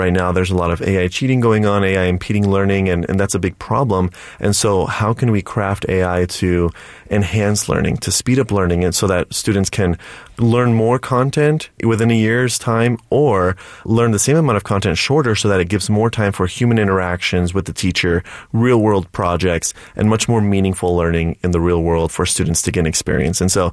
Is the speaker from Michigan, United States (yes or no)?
no; Fort Lauderdale, Florida, United States; I'm from Fort Lauderdale, Florida